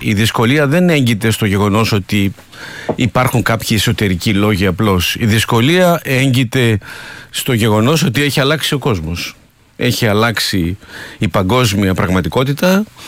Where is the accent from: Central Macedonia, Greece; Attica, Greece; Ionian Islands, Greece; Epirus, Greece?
Epirus, Greece; moved away; εμείς είμαστε παιδιά από φτωχές οικογένειες, που φύγαμε από την Ήπεθρο, μορφωθήκαμε, εξελιχθήκαμε